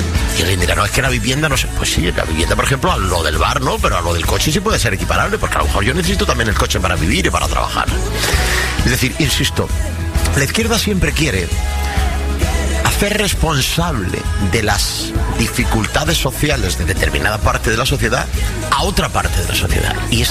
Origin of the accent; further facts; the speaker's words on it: Níjar, Andalusia, Spain; muy contento de estar en mi pueblo, de estar en Níjar, de estar en las fiestas